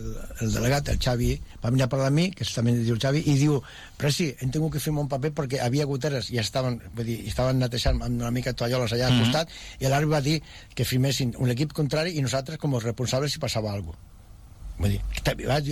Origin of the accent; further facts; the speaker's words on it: Terrassa, Catalonia, Spain; also born or lived in Sabadell; Aunque soc fill de Terrassa